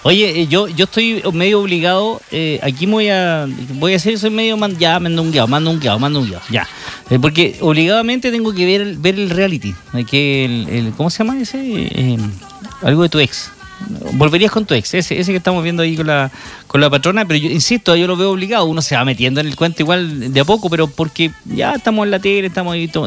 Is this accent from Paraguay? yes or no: no; Chile